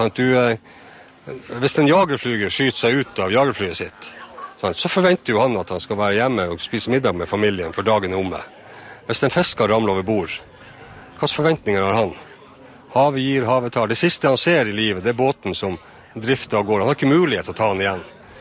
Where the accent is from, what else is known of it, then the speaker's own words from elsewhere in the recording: Kjøllefjord, Finnmark, Norway; jeg er jo født og oppvokst i Kjøllefjord, i et fiskevær, og på godt og ondt sett hva fiskeriene betyr. Jeg har selv en far som var fisker, og jeg har sønner som nå er fiskere